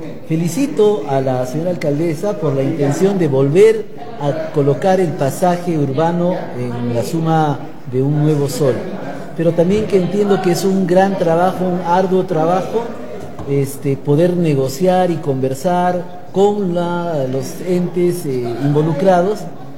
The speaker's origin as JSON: {"language": "Spanish", "region": "Arequipa", "country": "Peru"}